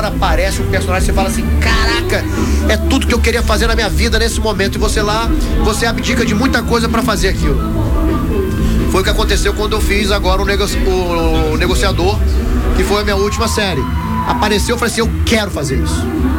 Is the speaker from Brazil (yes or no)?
yes; Manaus, Amazonas, Brazil; now in Rio de Janeiro, Brazil; Eu sou de Manaus, né? Embora eu esteja vivendo há muitos anos no Rio de Janeiro, mas, cara, o manauara tem essa característica também, acolhedora, sabe, simpática